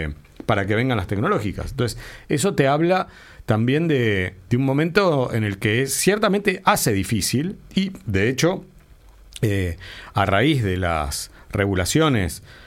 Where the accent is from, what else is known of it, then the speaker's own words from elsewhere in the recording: Argentina; yo soy argentino